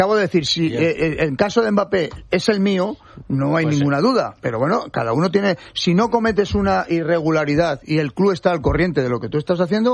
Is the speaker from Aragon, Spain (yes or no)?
no; Madrid, Community of Madrid, Spain; Porque soy de Madrid.